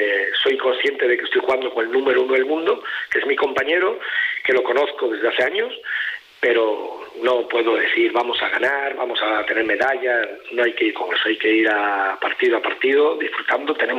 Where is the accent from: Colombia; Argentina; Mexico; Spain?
Spain; como español, como yo